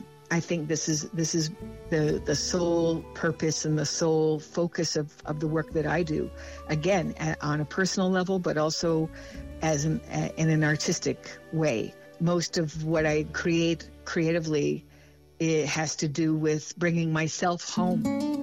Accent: Ontario, Canada; from Six Nations of the Grand River. I'm Mohawk in Tuscarora, living and operating my Ojisto publishing label from Six Nations of the Grand River Territory.

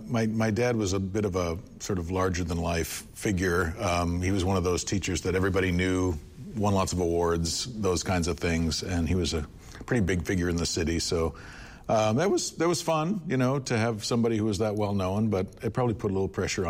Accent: Fargo, North Dakota, United States; moved away as an adult; now in Upper Peninsula of Michigan, United States; I grew up in North Dakota.

